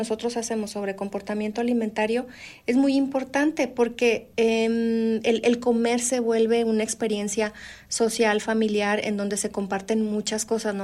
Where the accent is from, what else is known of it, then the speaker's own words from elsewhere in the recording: Durango, Mexico; moved away as an adult; now in Guadalajara, Mexico; Yo soy duranguense, soy del norte, pero tengo ya más de 20 años viviendo aquí, entre Guadalajara y Ciudad Guzmán.